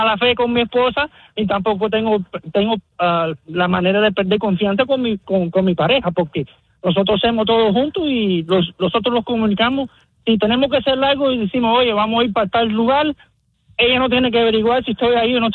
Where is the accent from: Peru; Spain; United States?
United States; Florida; now in Atlanta, United States; De Florida. Nosotros somos original de Florida.